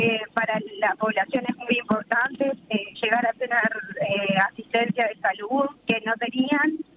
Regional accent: Melo, Cerro Largo, Uruguay; moved away as an adult; now in Tupambaé, Uruguay; yo soy de Melo, pero vivo hace muchos años en Tupambaé. Hace más de unos 10 años, entonces conozco bastante la zona.

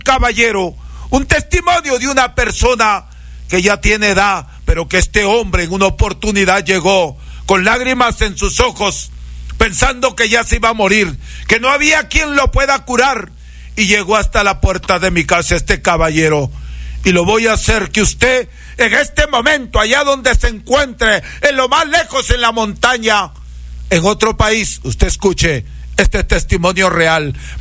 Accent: Huancabamba, Piura, Peru; mi tierra natal, a las guaringas de Huancabamba

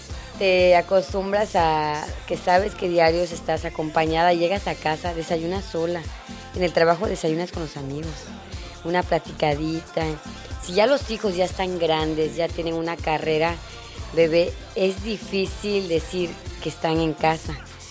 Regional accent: Mexico; Nosotros somos mexicanos y los mexicanos por naturaleza somos bien fiesteros

